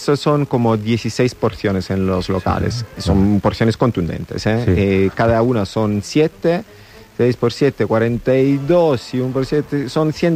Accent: Naples, Campania, Italy; yo que soy, por ejemplo, de Nápoles, no comía la carbonara jamás.

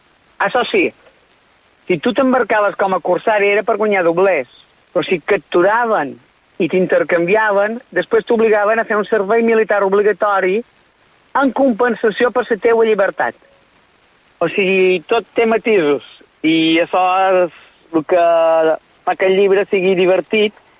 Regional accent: Ciutadella, Balearic Islands, Spain; jo som menorquí, però som de Ciutadella

